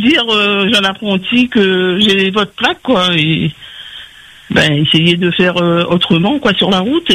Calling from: Saint-Paul, Réunion; moi j'habite au Guillaume aussi.

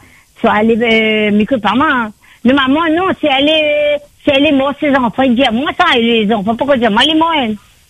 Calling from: Saint-Pierre, Réunion; J'habite pas Petite-Île, j'habite sur Saint-Pierre.

